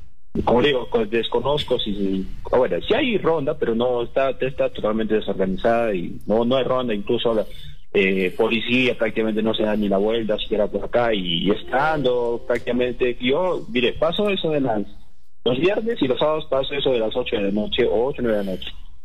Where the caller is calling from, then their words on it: La Cañada district, Cajamarca, Peru; de acá del caserío de Micuipampa.